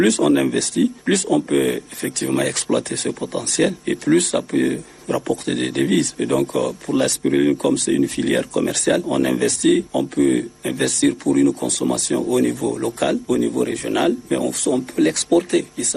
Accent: Chad; now in Angola; chez nous, elle est naturelle

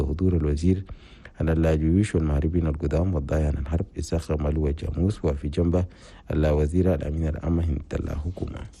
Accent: Chad; بلدنا تشاد

